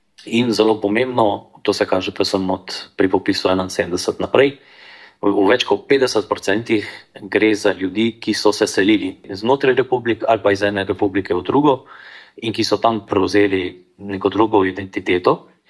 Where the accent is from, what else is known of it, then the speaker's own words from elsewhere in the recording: Šmartno ob Paki, Savinja, Slovenia; vem pa, naprimer, zgodbo iz mojega rojstnega kraja, se pravi na Šmartno opaki